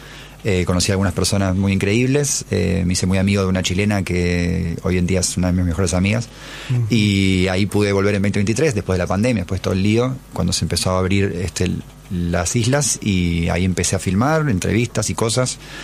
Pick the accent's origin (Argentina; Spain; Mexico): Argentina; yo entiendo el reclamo argentino, lo comparto, me parece que es lo único que nos une así como argentinos